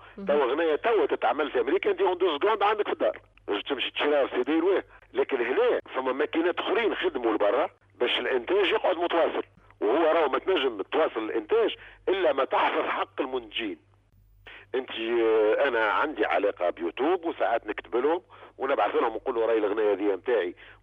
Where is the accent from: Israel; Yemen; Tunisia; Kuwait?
Tunisia